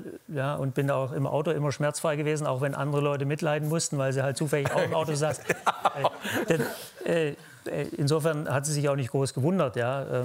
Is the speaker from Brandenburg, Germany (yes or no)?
no; Baden-Württemberg, Germany; Nee, da bin ich akribisch, da bin ich Schwabe.